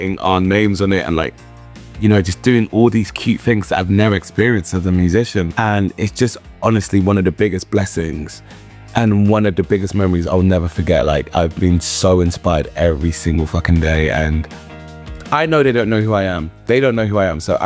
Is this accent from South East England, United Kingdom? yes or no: yes; Surrey, South East England, United Kingdom; also born or lived in South London; my mum moved us to Surrey. So my early development was in Surrey. Like I grew up and I found myself all in Surrey. And Surrey's like just on the outskirts of London.